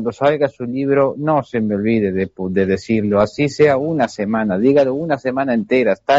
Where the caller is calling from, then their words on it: Maldonado, Uruguay; Yo soy de Maldonado, vine unas mini vacaciones a Artigas acá